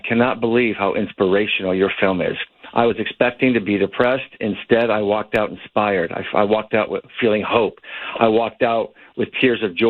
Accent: San Diego, California, United States; moved away as an adult; now in Los Angeles, United States; Born and raised in San Diego. I love that city. It's still my favorite city in the entire world.

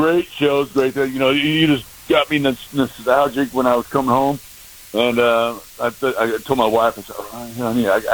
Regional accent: North Highlands, California, United States; You know, I grew up in North Highlands.

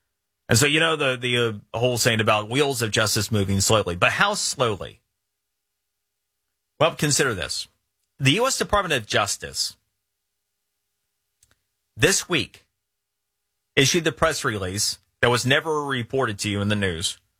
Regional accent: Florida, United States; born or raised there

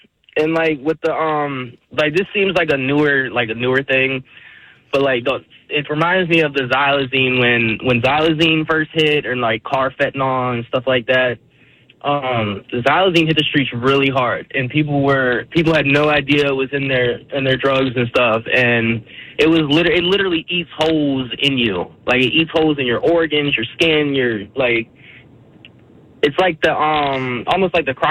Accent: Richmond, United States; I'm from Richmond.

